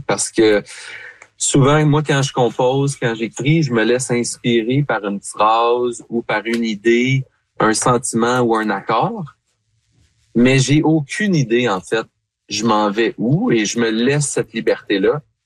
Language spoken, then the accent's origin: French; Gatineau, Quebec, Canada; also born or lived in Ottawa, Ontario; now in British Columbia, Canada; Moi, je suis né à Ottawa. Mon père vient de Sudbury, grande famille franco-ontarienne. Okay. Ma mère vient de la rive sud de Montréal, donc famille francophone. Mais pour ma part, d'avoir grandi à Gatineau